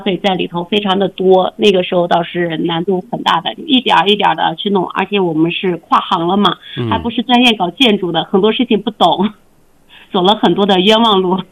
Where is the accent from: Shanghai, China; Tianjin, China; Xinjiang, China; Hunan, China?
Xinjiang, China; now in Yili, China; 然后我们家属于南疆，它是更多的是人文风情以及沙漠戈壁这样的景观，以及雅丹地貌呀这些的，比较大开大合。